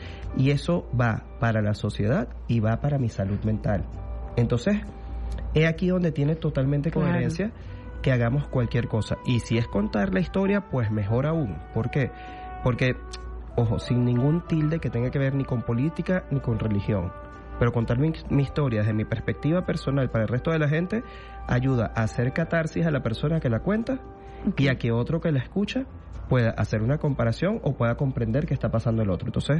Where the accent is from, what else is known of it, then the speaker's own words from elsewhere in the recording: Venezuela; Nosotros como sociedad venezolana somos dos cosas importantísimas.